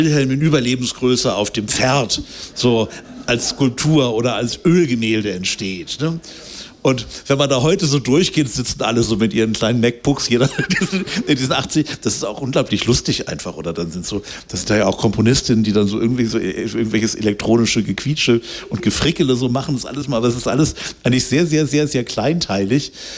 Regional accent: Germany; was man als Deutscher so in Italien erlebt

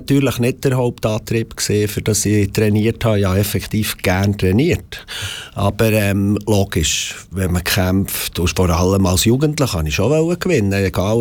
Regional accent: Interlaken, Bern, Switzerland; now in Bern, Switzerland; Ich bin in Interlaken aufgewachsen

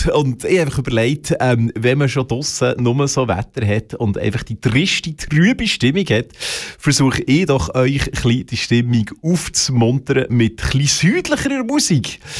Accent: Switzerland

